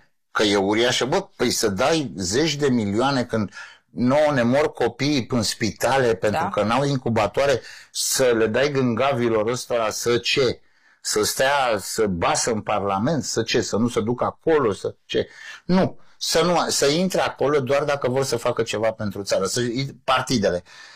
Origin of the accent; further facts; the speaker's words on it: Bucharest, Romania; Eu cred că sunt singurul bucureștean pe care o să-l cunoști tu